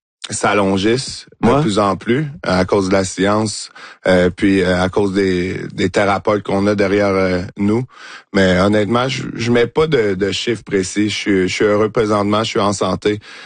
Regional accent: Quebec, Canada; en tant que Québécois de faire partie des Alouettes de Montréal.

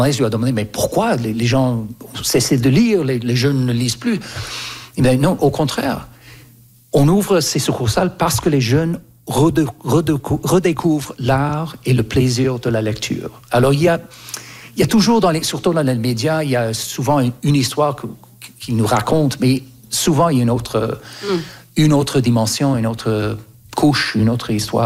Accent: Canada; Moi, j'ai grandi au Canada et quand j'avais 4, 5, 6 ans, il y avait un bus, il y avait un agenda à l'école

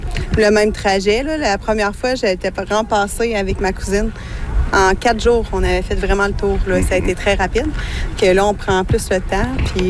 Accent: Quebec City, Quebec, Canada

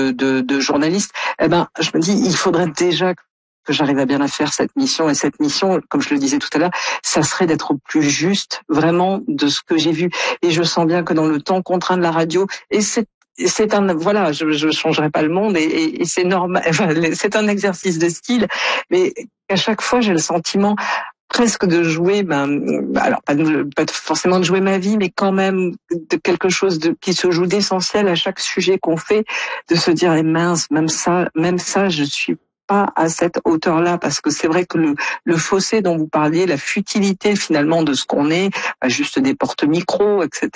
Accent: France; On a du mal à imaginer, quand on est Canadien ou comme moi français

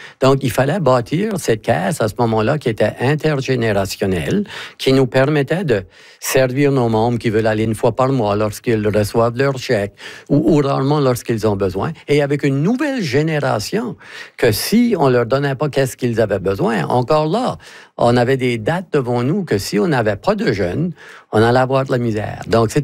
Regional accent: Acadia, Canada; tout le monde sait qu'on est Acadien.

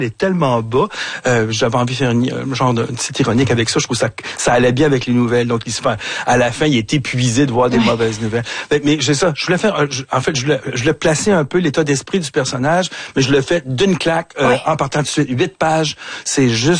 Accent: Montreal, Quebec, Canada; born or raised there

